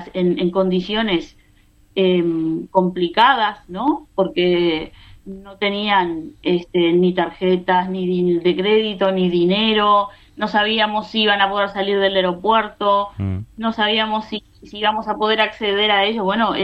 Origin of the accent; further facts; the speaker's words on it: Uruguay; now in Spain; esto no lo digo yo como uruguaya